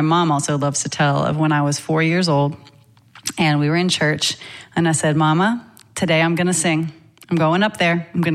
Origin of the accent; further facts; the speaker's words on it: Summerville, South Carolina, United States; born there; also born or lived in Charleston, South Carolina; I went to Rawlings School of the Arts in Somerville. That's where my mom and stepdad lived for middle school. And then when middle school ended, there was no other art school in Dorchester district where we were.